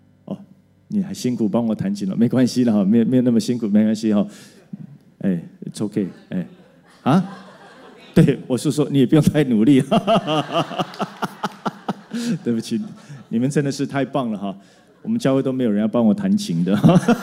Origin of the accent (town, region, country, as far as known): Taiwan